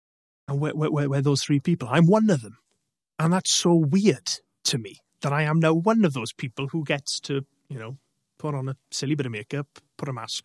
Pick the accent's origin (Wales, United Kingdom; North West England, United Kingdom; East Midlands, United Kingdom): Wales, United Kingdom; Llanelli; But no, I'm from Llanelli and I'm proud of it. And I'll always be proud to be from here.